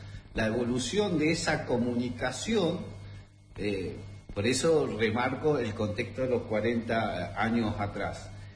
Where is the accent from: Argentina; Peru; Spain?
Argentina; born there; also born or lived in Korea